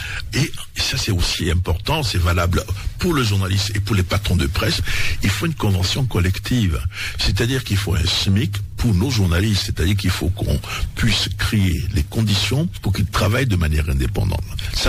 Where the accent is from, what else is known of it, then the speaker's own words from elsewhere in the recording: Abomey, Zou, Benin; moved away; Moi, je suis d'Abomey. Quand je viens, je vais à Abomey.